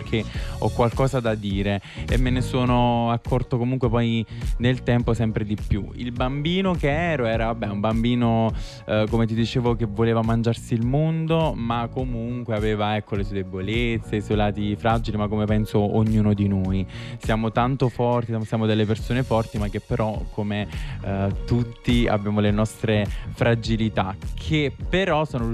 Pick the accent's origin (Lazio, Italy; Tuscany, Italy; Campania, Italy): Campania, Italy; Marcianise; anche perché io in realtà sono di Marcianise, provincia di Caserta